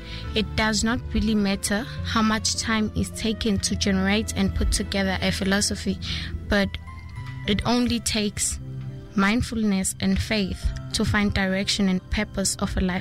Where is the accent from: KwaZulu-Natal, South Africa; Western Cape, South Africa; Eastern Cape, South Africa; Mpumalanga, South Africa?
KwaZulu-Natal, South Africa; Ladysmith; I am from South Africa, Ladysmith.